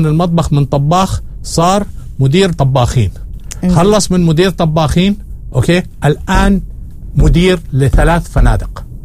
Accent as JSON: {"language": "Arabic", "country": "Oman", "said": "اول ما نثبت وجودنا احنا كعمانيين الكل سوف يتعافت علينا"}